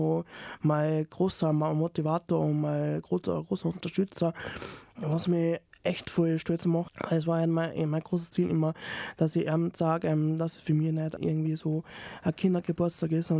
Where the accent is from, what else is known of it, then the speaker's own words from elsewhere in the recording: Salzburg, Austria; Ich bin in Salzburg-Liefering aufgewachsen, habe die Vorschule und die erste Klasse in Liefering bestritten. Dann sind wir umgezogen in Daxam und bin dann weitergegangen in Daxam.